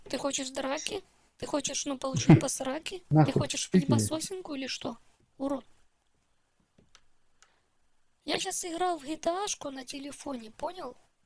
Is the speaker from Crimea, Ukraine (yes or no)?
yes; Crimea, Ukraine; Я коренной крымчанин. Я русский.